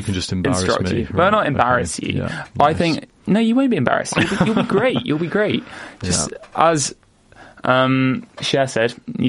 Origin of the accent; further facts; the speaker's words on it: Scotland, United Kingdom; as I'm performatively Scottish